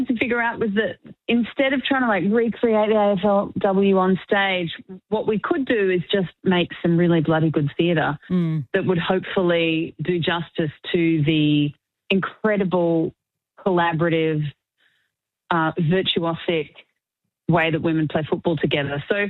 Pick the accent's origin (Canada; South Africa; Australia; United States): Australia; Melbourne, Victoria; Although I grew up in Melbourne